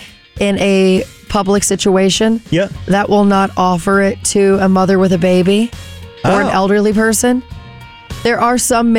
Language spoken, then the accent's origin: English; the South, United States; I was raised in the South